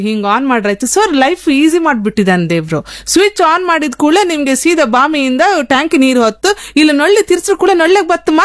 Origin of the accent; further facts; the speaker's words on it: Karnataka, India; moved away; also born or lived in Mumbai; ನಾನು ಇದೇ ಊರಂಗಿದ್ದವಳು ಕರಾವಳಿಯಲ್ಲಿ, ನಮ್ದದೇ 4,500 ಮಿಲಿಮೀಟರ್ ಮಳೆ ಕಂಡವ್ರು.